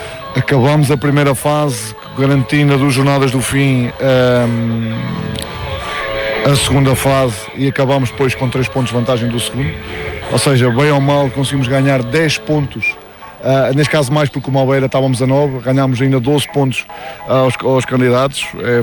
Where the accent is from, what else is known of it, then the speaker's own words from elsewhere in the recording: Coimbra, Centro, Portugal; porque eu sou de Coimbra